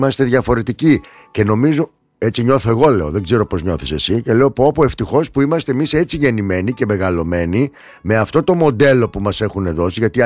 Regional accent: Greece; born there; γεννήθηκα στην Ελλάδα

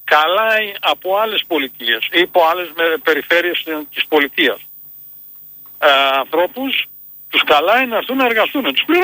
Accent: Greece; moved away as an adult; Μεγάλωσα στην Ελλάδα και έφυγα στα 25 μου.

